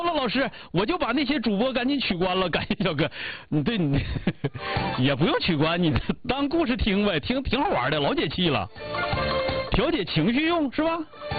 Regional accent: China; 那作为我们中国人应该怎么怎么怎么怎么怎么样，那个就是宣传啊

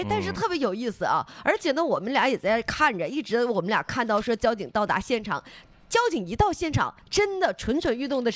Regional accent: China

